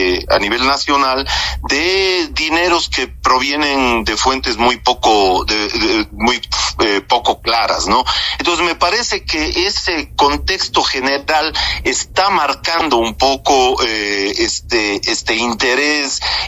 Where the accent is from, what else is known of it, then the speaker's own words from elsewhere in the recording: Cuenca, Azuay, Ecuador; now in Quito, Ecuador; quienes vivimos en Quito. Yo soy un cuencano y un quiteño medio adoptado